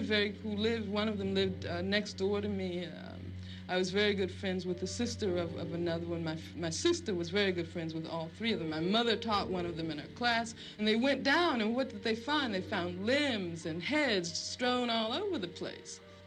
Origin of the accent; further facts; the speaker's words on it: Birmingham, Alabama, United States; I grew up in Birmingham, Alabama.